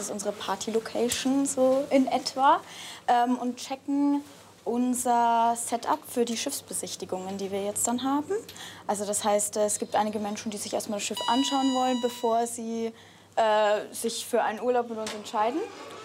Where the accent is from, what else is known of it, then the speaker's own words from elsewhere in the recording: Bavaria, Germany; Das ist aus meiner Heimat, deswegen freue ich mich, dass wir bayerisches Frühshoppen genau. haben.